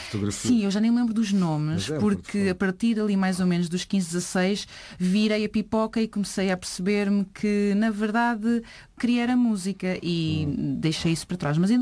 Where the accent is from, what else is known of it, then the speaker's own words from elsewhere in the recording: Cadaval, Centro, Portugal; Sou da aldeia do Vilar, no concelho do Cadaval